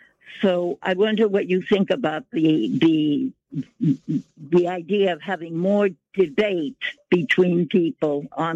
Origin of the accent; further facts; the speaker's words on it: Havana, Cuba; moved away; I grew up in La Habana, in Cuba, Cubana and Boricua, my mother.